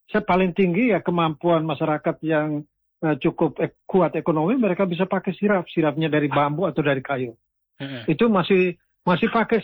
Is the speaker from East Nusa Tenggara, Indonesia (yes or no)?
yes; East Nusa Tenggara, Indonesia; saya lebih banyak tahu secara intitas tentang budaya saya orang Lio.